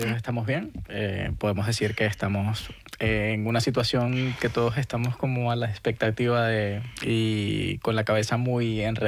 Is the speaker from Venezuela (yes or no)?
yes; Venezuela; now in Gipuzkoa, Spain; soy venezolano.